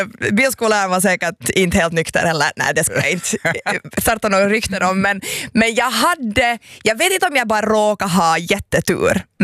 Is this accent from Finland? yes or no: yes; Ekenäs, Uusimaa, Finland; jag är uppvuxen i Ekenäs